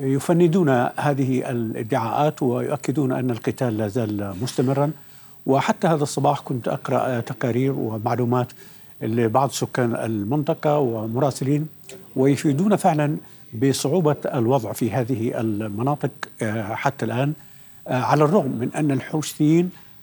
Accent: Yemen; قناعتي كيمني

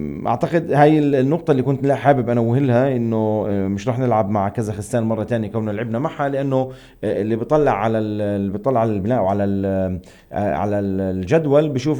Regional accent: Palestine; لنا كمان كفلسطينيين

